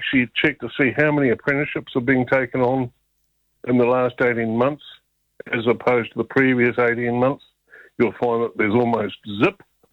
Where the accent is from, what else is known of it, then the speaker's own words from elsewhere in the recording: Wellington, New Zealand; Well, I come from the Wellington.